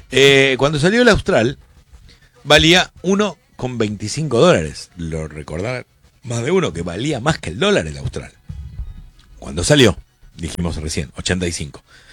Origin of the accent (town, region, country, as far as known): Argentina